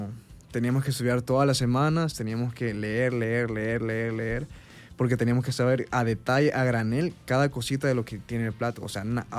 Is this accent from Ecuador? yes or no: no; El Salvador; soy el primer salvadoreño que ha entrado en empresa a nivel mundial.